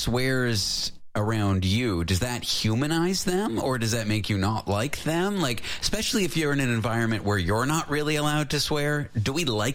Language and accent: English; Canada; I'm not from California. I grew up in Canada.